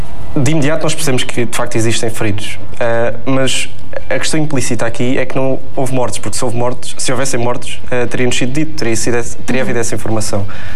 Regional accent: Silves, Faro, Portugal; tenho 20 anos, venho de Silves e estou a representar o curso de Línguas e Comunicação Intercultural.

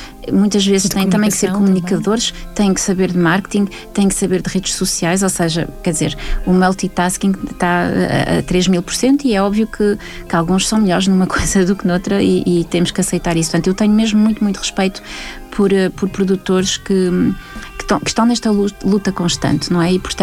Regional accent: France; moved away as an adult; now in Portugal; Eu nasci em França, vivi, estudei em França, e aos 25 anos vim para Portugal, 24, 25.

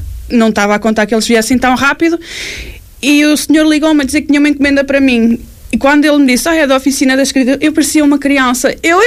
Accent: Portugal; moved away; Em Selim, a minha terra.

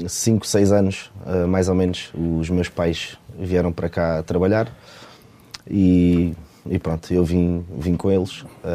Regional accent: Silves, Algarve, Portugal; Eu cresci, portanto, num bairro em Silves.

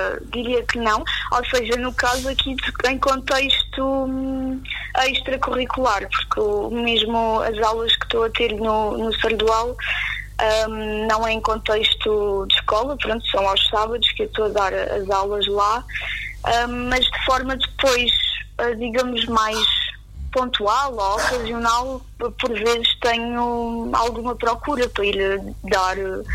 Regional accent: Abrantes, Santarém, Portugal; also born or lived in Switzerland; Que eu, na altura, vim da Suíça, formei-me lá como bailarina, intérprete em dança contemporânea, e quando cheguei cá a Abrantes achei que realmente a nossa cidade estava a precisar

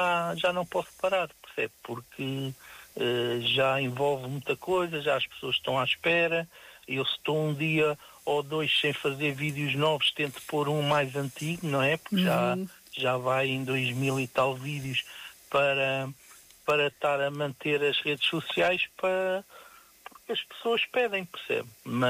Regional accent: Odivelas, Lisbon, Portugal; eu sou de Odivelas.

